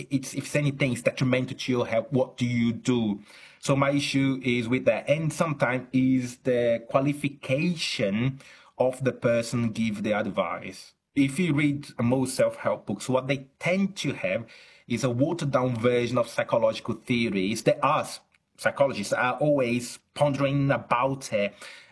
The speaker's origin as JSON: {"language": "English", "country": "Brazil", "lives_now": "Chichester, United Kingdom", "said": "Now, I think, I'm originally from Brazil, although I'm academic in at the University of Chichester in the UK. I see a lot of that also in Brazil."}